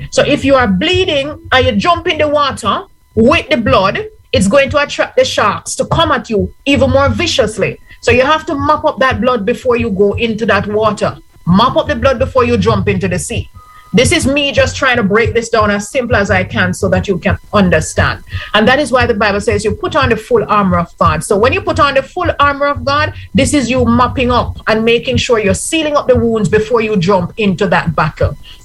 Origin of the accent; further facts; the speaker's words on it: Jamaica; I'm from Jamaica